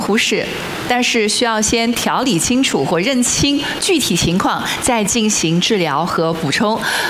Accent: Guangdong, China; 因为尤其是我们广东人阳虚阳补，很容易到时候就把自己本来就寒的底子搞得更寒，

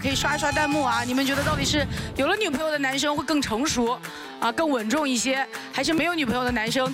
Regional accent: Anhui, China; 咱们安徽的小伙

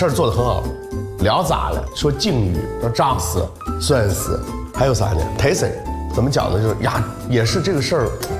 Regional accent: Shaanxi, China; moved away; 就是在陕西，在家乡拍戏

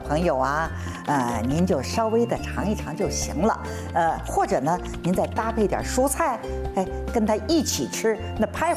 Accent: Shanghai, China; 我告诉您呢，我是上海人，阿拉上海人不大吃大蒜的一个，

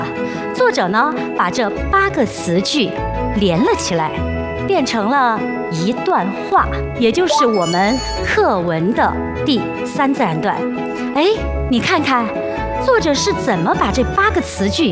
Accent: Hubei, China; 我来自美丽的湖北省恩施土家族苗族自治州。我也是土家族，咱们就是个山区，是一个少数民族的聚居地。

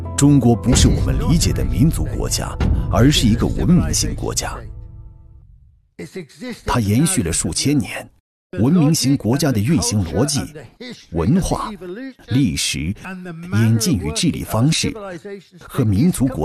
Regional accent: United Kingdom; 作为一名英国人，我深知西方人很难理解中国。

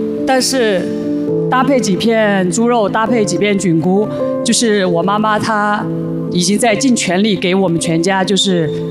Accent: Jiangsu, China; 我是出生在长江的支流旁边，在江苏，然后鲫鱼和草鱼是我们那里最常见的江鲜。我是从小吃着鲫鱼长大的。

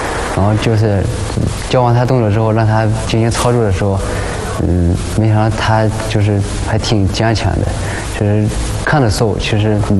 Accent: Changzhi, Shanxi, China; moved away; 我来自山西长治，现在在科创城消防救援站担任战斗三班班长一职。

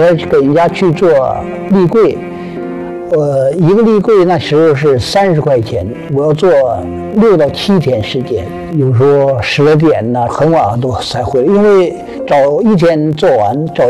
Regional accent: Jilin, China; 我是来自吉林，来寻找

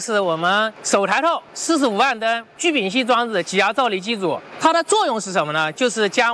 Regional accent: Xinjiang, China; 用咱们新疆话通俗的讲

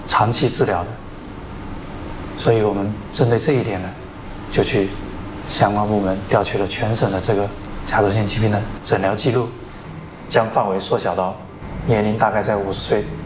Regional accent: Yujiang, Jiangxi, China; accent: Yujiang dialect; 后来我们用我们渔江的土话叫了一句他原来的名字潘某菊。我们是渔江公安

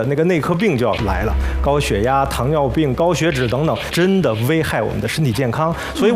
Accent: Beijing, China; 用咱们北京话说

